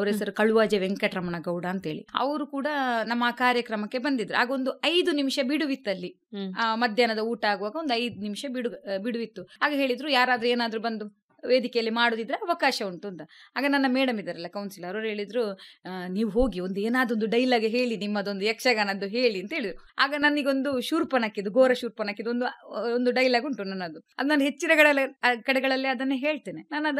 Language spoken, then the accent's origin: Kannada; Balnad, Karnataka, India; ನಮ್ಮ ಊರಿನಲ್ಲಿ, ನಮ್ಮ ಬಲ್ನಾಡು